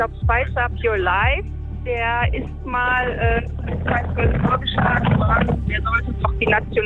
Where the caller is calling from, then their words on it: North Rhine-Westphalia, Germany; Wir sind jetzt aus dem Münsterland von zu Hause unterwegs nach München.